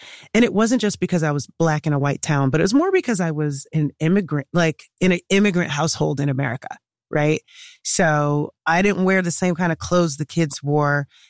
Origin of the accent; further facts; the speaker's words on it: Ithaca, New York, United States; But I grew up in Ithaca, and with my parents being Nigerian, you know, we were a very immigrant household.